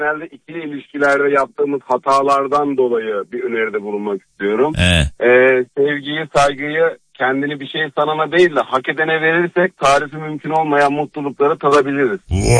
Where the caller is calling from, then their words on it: Antalya, Turkey; Ben Antalya'da yaşıyorum.